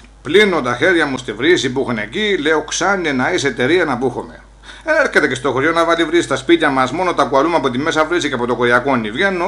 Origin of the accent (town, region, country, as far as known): Olympos, South Aegean, Greece